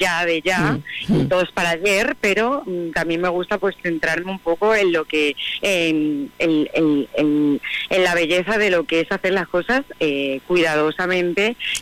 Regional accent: Extremadura, Spain; moved away as an adult; yo llevo viviendo en Ciudad Grande muchísimos años. Yo me fui de Extremadura con 18 y al final también me transmite eso, el volver a lo rural, el volver a mi casa, a mi pueblo, a Extremadura

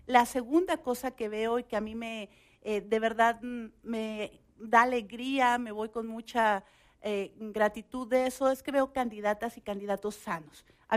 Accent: Zacatecas, Mexico; Yo soy zacatecana, somos vecinos

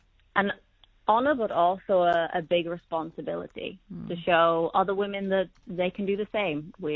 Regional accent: England, United Kingdom; moved away as an adult; now in South Africa; I come from England originally

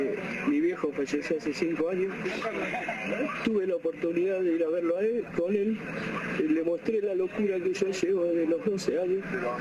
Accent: Ituzaingó, Buenos Aires Province, Argentina; Soy de acá de Ituzaingó. Todavía vivo en Ituzaingó.

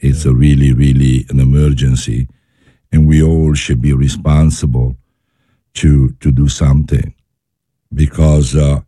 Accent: Naples, Campania, Italy; English is a second language; moved away as an adult; also born or lived in Milan; now in United States; born in Naples and raised in Napoli. In Milano.

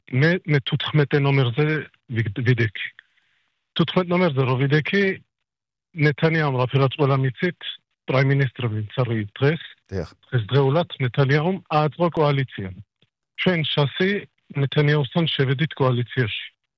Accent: Israel; born there; Georgian is a second language; რომ ჩემი ქართული არა ისე კაი და მე მგონი გამიგებთ ისრაელში დაბადებული ვარ

